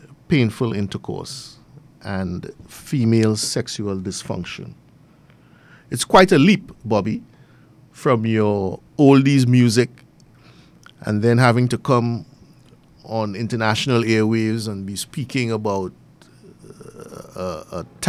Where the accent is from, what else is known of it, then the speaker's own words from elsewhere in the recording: Trinidad & Tobago; as a Trinidadian